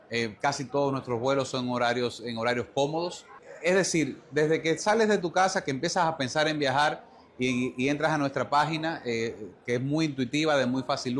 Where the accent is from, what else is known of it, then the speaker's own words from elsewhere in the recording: Dominican Republic; eso que tanto nos caracteriza como dominicanos